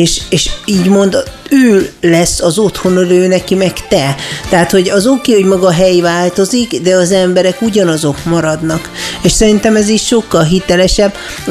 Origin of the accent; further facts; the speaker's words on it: Debrecen, Hajdú-Bihar, Hungary; én Debrecenbe születtem, nőttem föl, és itt is élek, és ha nem muszáj, nem hagynám el Debrecen